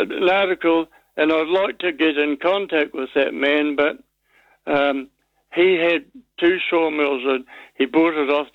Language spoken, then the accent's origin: English; Riverton, Southland, New Zealand; I was brought up in Riverton.